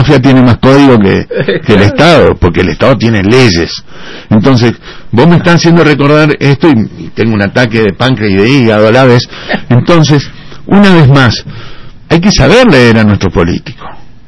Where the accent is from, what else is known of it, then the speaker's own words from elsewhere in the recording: Argentina; el principal enemigo que tenemos los argentinos somos los argentinos.